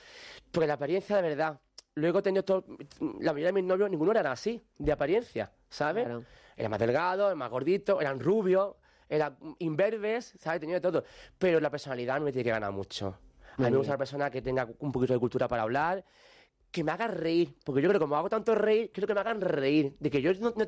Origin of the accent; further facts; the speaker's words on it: Alcalá de los Gazules, Andalusia, Spain; pero yo vivía entonces aún en mi pueblo, en Alcalá de los Gazules.